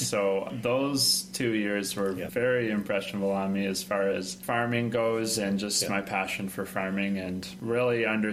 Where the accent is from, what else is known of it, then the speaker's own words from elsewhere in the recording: Meaford, Ontario, Canada; moved away as an adult; also born or lived in Barrie, Ontario; now in Goose Bay, Canada; Well, I grew up in a little place called Meaford, Ontario.